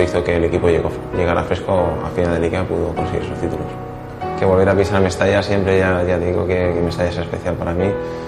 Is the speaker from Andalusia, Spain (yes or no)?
no; Valencian Community, Spain; Sobre todo como valenciano, como criado en la cantera, es un orgullo, ¿no?